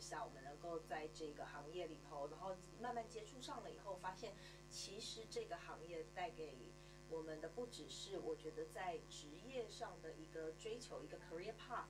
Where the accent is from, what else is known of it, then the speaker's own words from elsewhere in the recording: Australia; also born or lived in Taiwan; 我是台湾出生但是在澳洲长大的